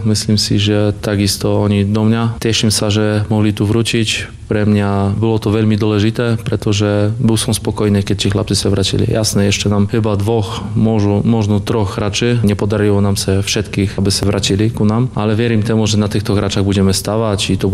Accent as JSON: {"language": "Slovak", "town": "Wieliczka", "region": "Lesser Poland", "country": "Poland", "tie": "born or raised there", "second_language": "Slovak", "said": "Som rodákom z Veličky, bývam v Veličce, manželkom aj mám dvoch synov"}